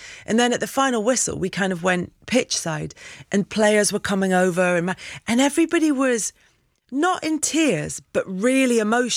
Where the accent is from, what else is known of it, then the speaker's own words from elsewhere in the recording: North West England, United Kingdom; So, growing up near Liverpool and growing up with friends from Liverpool, everybody's parents has